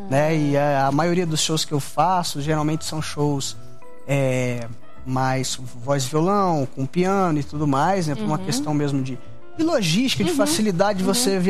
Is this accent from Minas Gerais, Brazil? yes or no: yes; Muzambinho, Minas Gerais, Brazil; moved away as an adult; also born or lived in Rio de Janeiro; now in São Paulo, Brazil; Nasci em Muzambinho, né? Uma cidade com pouco mais de 20 mil habitantes. Cresci lá, fiquei até os 18 anos. Depois fui morar no Rio, né? Fiquei um período no Rio e agora estou aqui em São Paulo.